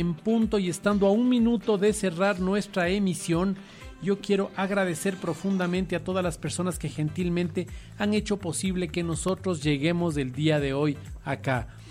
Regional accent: Quito, Pichincha, Ecuador; yo nací aquí, pero que nacer aquí no me da privilegio de nada, que soy tan ecuatoriano como el resto, que debo velar por las necesidades de los demás, que debo preocuparme porque quiteño como soy

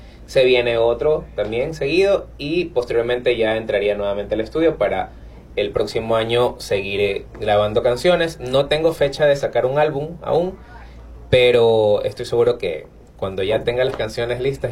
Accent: Vinces, Los Ríos, Ecuador; Como yo soy de Vinces, bueno, mi familia tiene una finca

